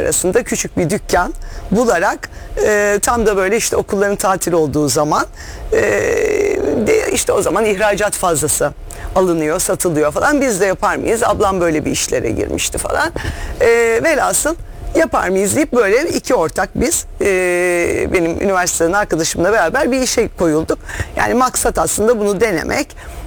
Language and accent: Turkish; Adapazarı, Sakarya, Turkey; moved away as an adult; 66 yılında Adapazarı'nda doğdum. İşte ilkokul, ortaokul, lise. Onlar Adapazarı'nda oldu.